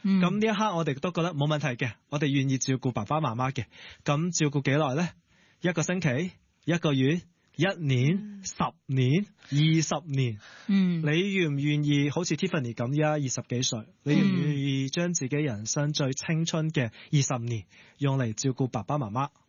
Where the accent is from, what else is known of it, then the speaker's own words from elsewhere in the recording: Hong Kong; 我哋香港人